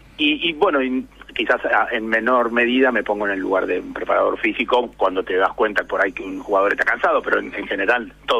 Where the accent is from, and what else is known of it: Argentina